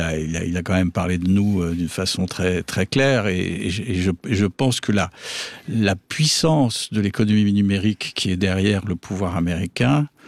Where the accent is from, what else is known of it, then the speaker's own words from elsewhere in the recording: France; Non, parce que vous savez, je suis français... Et la France est le pays de la Révolution à condition que rien ne bouge.